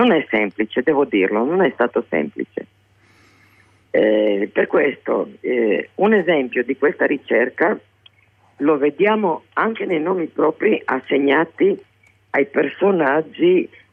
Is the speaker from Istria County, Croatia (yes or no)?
no; Rijeka, Primorje-Gorski Kotar County, Croatia; accent: Fiumano; first language Fiumano; Italian is a second language; e poi dovrei calcolare adesso come si dice in italiano, perché la mia lingua materna è stata sempre il fiumano.